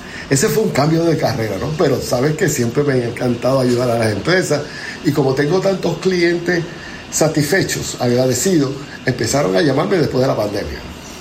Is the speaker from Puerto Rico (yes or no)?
yes; San Sebastián, Puerto Rico; nací en el hospital de la base Reymond, pero somos de San Sebastián, ahí me crió y desarrolló una relación muy íntima con papi, mami, los negocios.